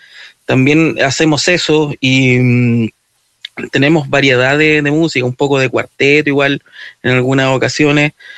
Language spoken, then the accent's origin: Spanish; Monte Águila, Biobío, Chile; somos tres de Monte Águila. pueblito que está cercano a Laja, en la comuna de Cabrero.